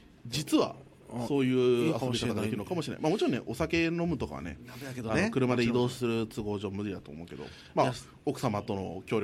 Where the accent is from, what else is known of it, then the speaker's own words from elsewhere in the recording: Okinawa, Japan; 私中部民としては、